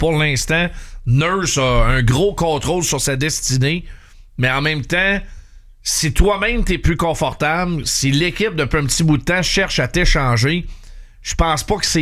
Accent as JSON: {"language": "French", "town": "Victoriaville", "region": "Quebec", "country": "Canada", "tie": "born or raised there", "said": "j'ai grandi à Victoriaville"}